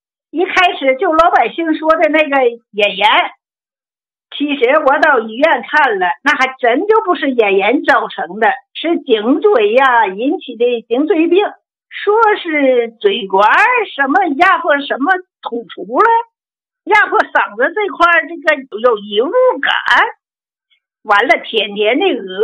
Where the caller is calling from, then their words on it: Feicheng, Shandong, China; 俺是泰安肥城市的，我今年72嘞。